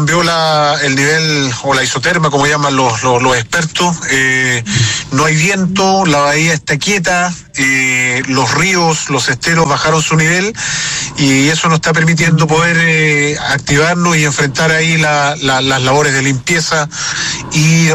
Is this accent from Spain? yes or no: no; Corral, Los Ríos, Chile; Yo soy nacido y criado acá en Corral